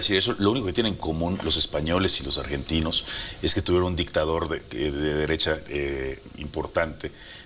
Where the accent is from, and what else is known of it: Yucatán, Mexico